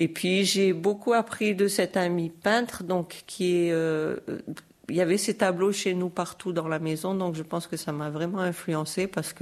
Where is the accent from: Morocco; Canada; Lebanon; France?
Morocco; moved away; J'ai grandi au Maroc